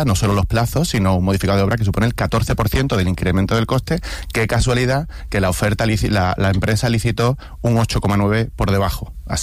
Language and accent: Spanish; Málaga, Andalusia, Spain; ¿Otra vez somos los malagueños los sucios?